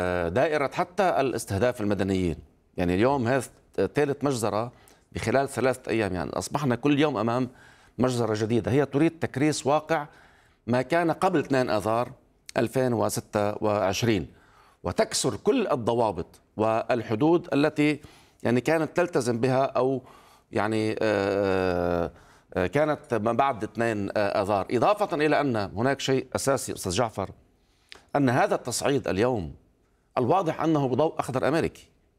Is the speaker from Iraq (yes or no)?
no; Lebanon; لذلك علينا كلبنانيين اليوم أن نتضامن